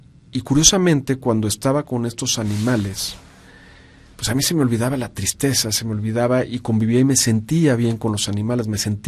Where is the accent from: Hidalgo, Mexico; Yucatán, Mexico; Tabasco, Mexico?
Hidalgo, Mexico; born there; also born or lived in Mexico City; yo nací aquí en la Ciudad de México en 1972 y recién nacido me fui a vivir a un pueblo muy pequeñito, pero muy pequeñito. En ese entonces no viven más de 200 personas en ese pueblo